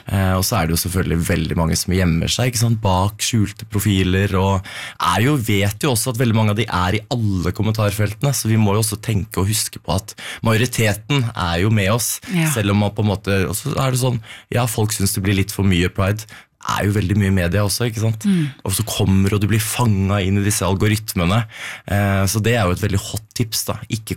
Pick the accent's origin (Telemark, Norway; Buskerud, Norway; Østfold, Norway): Østfold, Norway; Moss; now in Oslo, Norway; jeg kom jo fra Moss, og der var det jo, ikke sant, 2006, da var det ikke veldig mange åpne homofile da, så Oslo ble jo på en måte et fristed